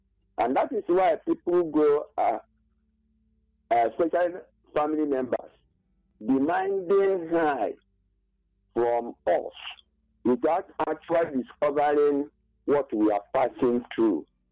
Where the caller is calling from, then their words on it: Isoko, Delta, Nigeria; I'm calling from Isoko, Mani, and a local community.